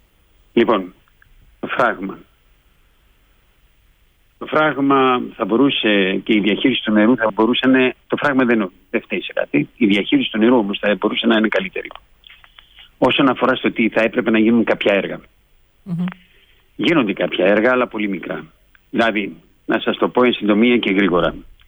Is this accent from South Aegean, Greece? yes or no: no; Thessaloniki, Central Macedonia, Greece; moved away as an adult; δεν μεγάλωσα εδώ, μεγάλωσα στη Θεσσαλονίκη, είμαι από εδώ όμως.